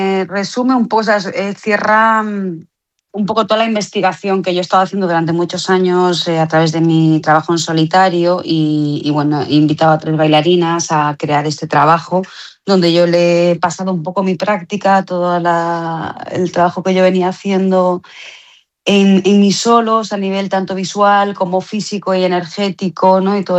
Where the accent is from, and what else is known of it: Porriño, Galicia, Spain; moved away